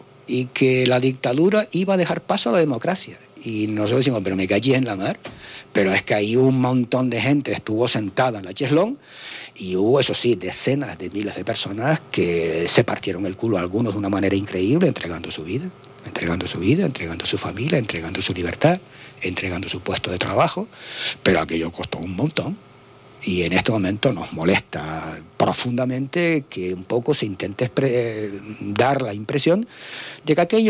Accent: Canary Islands, Spain; como canario. Mira, mi generación cuando llegó de Madrid

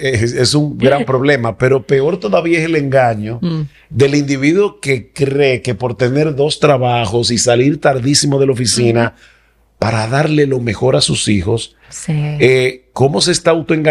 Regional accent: San Juan de la Maguana, San Juan, Dominican Republic; cuando yo era pequeño, en el pueblo donde yo nací, en San Juan de la Maguana

